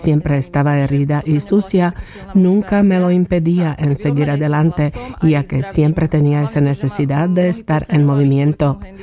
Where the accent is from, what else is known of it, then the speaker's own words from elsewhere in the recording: southern Slovakia, Slovakia; provengo del sur de Eslovaquia y aunque no se trata de una tierra plana, tampoco es montañosa y en mi familia tampoco se esquiaba